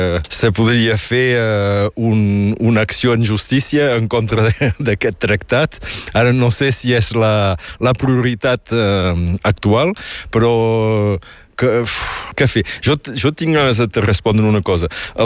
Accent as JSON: {"language": "Catalan", "region": "Catalonia", "country": "Spain", "said": "i bé, som catalans."}